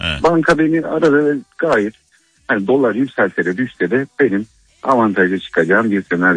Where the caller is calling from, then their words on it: Istanbul, Turkey; İstanbul'dan arıyordum.